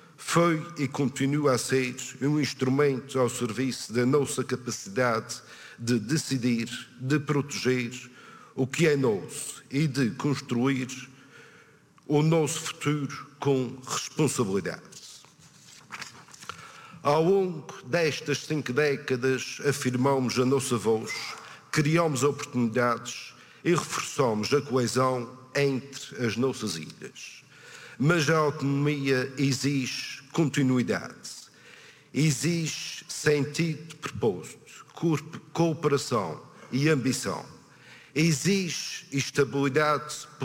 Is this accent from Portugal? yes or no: yes; Azores, Portugal; Nós açorianos começamos por ser povoadores de uma terra virgem, erguida do fogo e do mar.